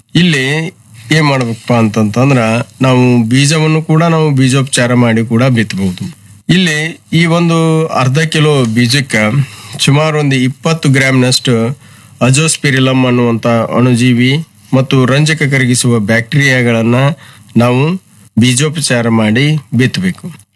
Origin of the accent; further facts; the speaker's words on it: Karnataka, India; ನಮ್ಮ ಉತ್ತರ ಕರ್ನಾಟಕದ ಧಾರವಾಡ ಗದಗ ಹಾಗೂ ಹಾವೇರಿ ಜಿಲ್ಲೆಗಳಲ್ಲಿ